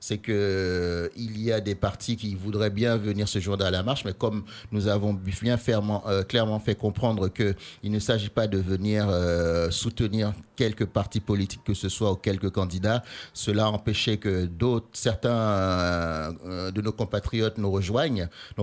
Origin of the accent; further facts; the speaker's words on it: Haiti; cette extrême violence qu'il y a chez nous en Haïti